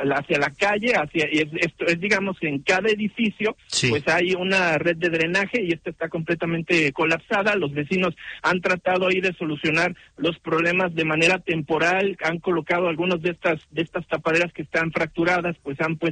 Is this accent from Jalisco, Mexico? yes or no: yes; Guadalajara, Jalisco, Mexico; los que somos tapatíos